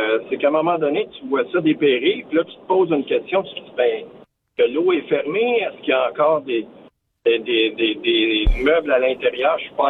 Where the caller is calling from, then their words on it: Prévost, Quebec, Canada; J'habite à Prévost.